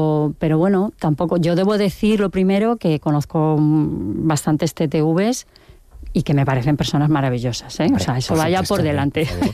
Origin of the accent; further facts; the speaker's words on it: Madrid, Community of Madrid, Spain; moved away as an adult; now in Toledo, Spain; Yo vengo de Madrid